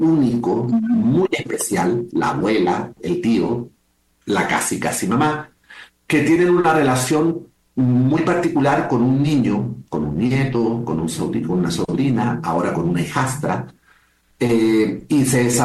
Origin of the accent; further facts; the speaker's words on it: Chile; also born or lived in Mexico / New York / Puerto Rico / Miami; now in Barcelona, Spain; A ver, soy un escritor chileno que ha vivido en muchos países. Viví muchos años en México, muchos años de México. Después me fui a vivir a Nueva York, de Nueva York me fui a vivir a Puerto Rico